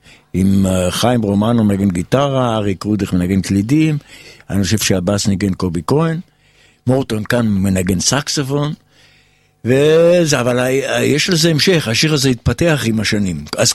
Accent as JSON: {"language": "Hebrew", "town": "Tel Aviv", "region": "Tel Aviv District", "country": "Israel", "tie": "born or raised there", "said": "אני גדלתי בתל אביב, בדרום תל אביב"}